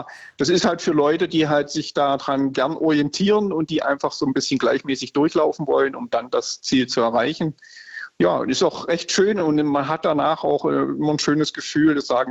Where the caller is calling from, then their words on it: Stuttgart, Baden-Württemberg, Germany; Ich komme aus Stuttgart. Ich lebe in Stuttgart, ja.